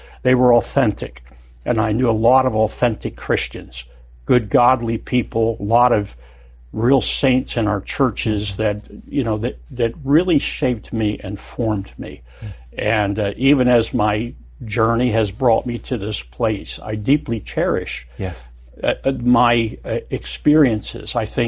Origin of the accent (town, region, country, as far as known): Pennsylvania, United States; born or raised there; also born or lived in New Jersey